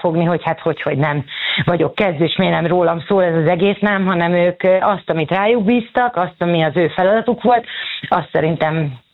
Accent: Hungary; mert természetesen magyarként annak örültünk volna, hogyha Győr nyeri ezt a Bajnokok Ligáját

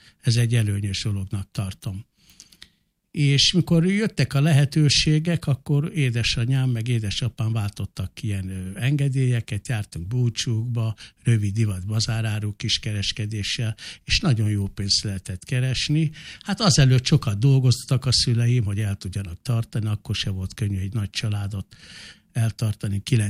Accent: Budapest, Hungary; also born or lived in Miskolc; Visszatérve a kérdésre, én Miskolcon születtem, de gyerekkoromban már néhány évesen, az első osztályú, első általános iskolát már Budapesten végeztem.

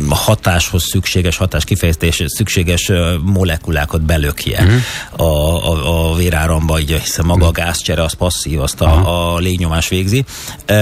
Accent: Hungary; tehát magyarként ez nekem sikerült

